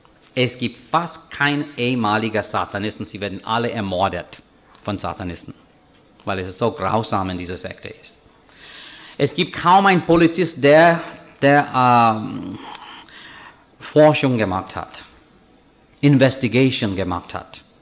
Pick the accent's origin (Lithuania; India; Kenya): India; German is a second language; moved away; Also als Inder, ich bin Christentum und Jesus Christus sehr dankbar.